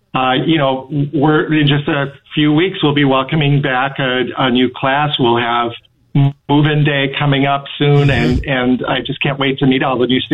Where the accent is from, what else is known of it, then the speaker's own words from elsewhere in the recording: Wisconsin, United States; moved away as an adult; also born or lived in Tampa / New York; now in Stevens Point, United States; I'm from Wisconsin, and so it's easy for me to fall into it. My vowels are getting bigger.